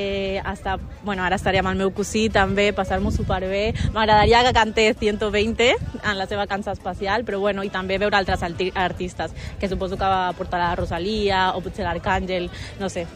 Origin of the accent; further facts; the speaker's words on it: Barcelona, Catalonia, Spain; also born or lived in Colombia; Bueno, jo sóc de Colòmbia, però he viscut tota la meva vida a Barcelona